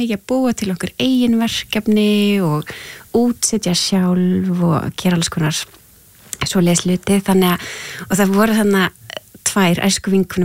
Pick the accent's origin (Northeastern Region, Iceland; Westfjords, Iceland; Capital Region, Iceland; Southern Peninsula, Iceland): Northeastern Region, Iceland; Húsavík; Ég fædd á uppalinn á Húsavík og var þar í æðislegu tónlistarnámi og ólst upp einhvern veginn í svo... svona grósku miklu tónlistarlífi